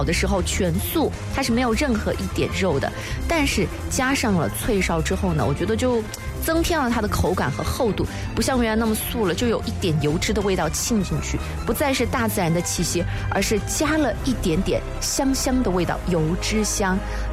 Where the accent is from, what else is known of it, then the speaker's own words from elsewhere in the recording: Guizhou, China; 但在我们的贵州，就是遵义的话，是吃着这个豆花的